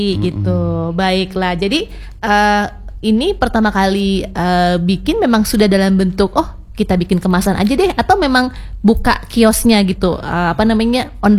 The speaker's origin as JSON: {"language": "Indonesian", "region": "West Java", "country": "Indonesia", "said": "Oh, saya juga asli Sunda."}